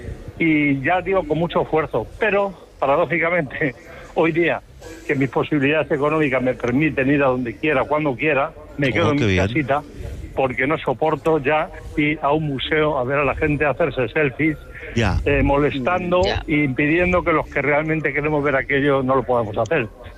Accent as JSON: {"language": "Spanish", "country": "Spain", "lives_now": "France", "said": "No, bonjour. Yo resido aquí. Soy español, pero resido en Francia."}